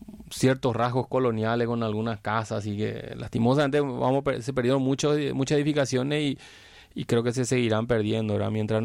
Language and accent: Spanish; San Lorenzo, Central, Paraguay; now in Asunción, Paraguay; yo soy un migrante, vamos a decir en ese término, ¿verdad? Vine de San Lorenzo a Asunción